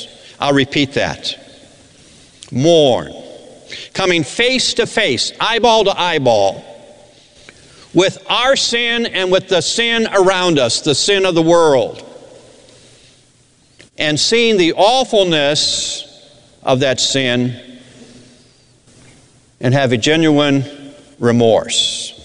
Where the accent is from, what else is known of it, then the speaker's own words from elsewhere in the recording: Midwest, United States; moved away; I grew up in the Midwest. It gets cold up there.